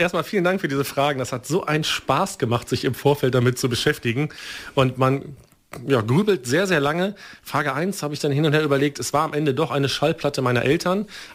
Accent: Rhineland, Germany; moved away as an adult; now in Osnabrück, Germany; Ich bin im Rheinland groß geworden, das treibt man nicht aus. Bin seit 18 Jahren in Osnabrück. Bin hier Lehrer, ursprünglich Redakteur.

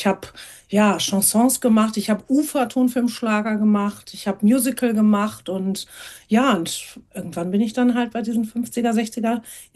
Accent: Gelsenkirchen, North Rhine-Westphalia, Germany; ich bin aufgewachsen in der Nähe von Gelsenkirchen, ich bin gebürtige Gelsenkirchnerin und bin in einem Haus mit Opernsängern aufgewachsen und bin tatsächlich erstmal am Opernhaus aufgewachsen

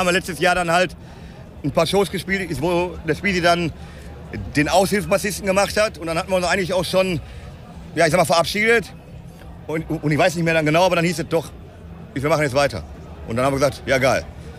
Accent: Gelsenkirchen, North Rhine-Westphalia, Germany; wir kommen hier aus Gelsenkirchen und waren heute hier der Opener, die Lokalmatadore sozusagen

